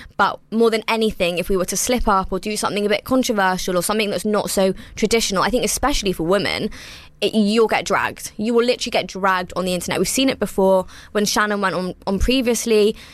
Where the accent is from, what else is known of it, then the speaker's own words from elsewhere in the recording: United Kingdom; I'm also Indian, but unlike Juggy, I am Gujarati, which is another state in India, and there's so many different varieties of Indians. I was also born and raised in the UK